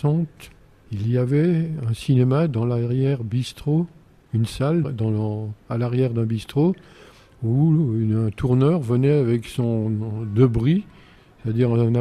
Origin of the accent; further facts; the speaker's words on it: Jarny, Grand Est, France; born there; also born or lived in Hannonville-sous-les-Côtes / Beuvillers; Meurthe-et-Moselle, mais à l'âge de 4 ans, on était sur Jarny